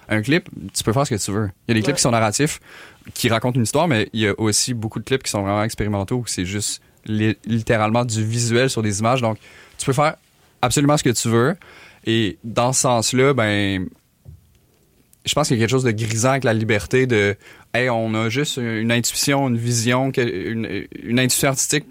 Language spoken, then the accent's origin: French; Quebec City, Quebec, Canada; now in Montreal, Canada; Je viens de Québec